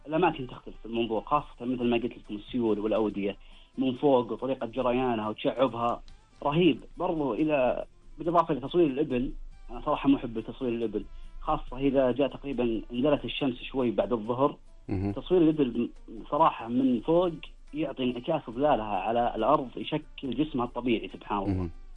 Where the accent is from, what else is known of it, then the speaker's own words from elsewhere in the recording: Shaqra, Riyadh Province, Saudi Arabia; خاصة في ديرتنا هنا في الوشم، خاصة في شقرة